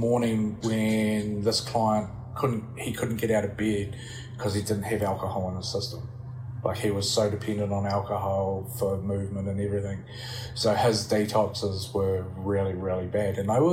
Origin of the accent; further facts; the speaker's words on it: Timaru, Canterbury, New Zealand; I grew up in Timaru